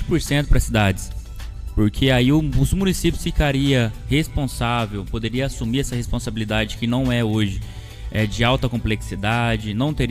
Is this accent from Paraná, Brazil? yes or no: yes; Doutor Camargo, Paraná, Brazil; also born or lived in Maringá; sou nascido, né, em Maringá, mas criado em Dr. Camargo.